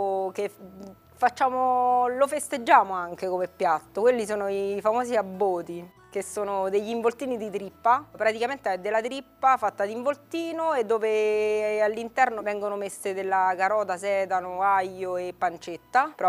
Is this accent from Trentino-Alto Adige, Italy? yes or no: no; Guarcino, Lazio, Italy; È il mio paese